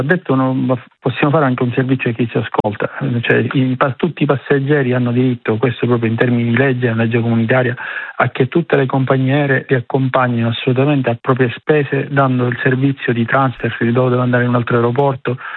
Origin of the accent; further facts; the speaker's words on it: Sicily, Italy; Rimane il dispiacere da siciliano